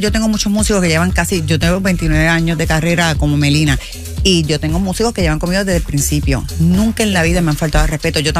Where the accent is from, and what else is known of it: Puerto Rico